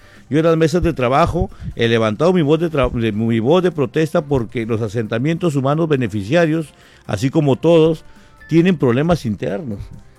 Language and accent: Spanish; Castilla, Piura, Peru; me dirijo ante todo mi pueblo de Castilla.